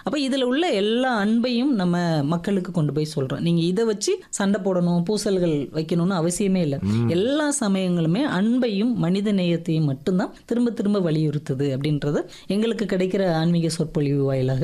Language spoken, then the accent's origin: Tamil; Madurai, Tamil Nadu, India; born there